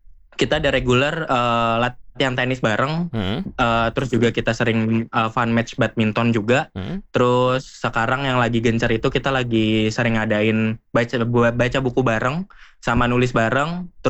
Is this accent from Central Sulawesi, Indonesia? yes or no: no; Jakarta, Indonesia; kita juga orang asli Jakarta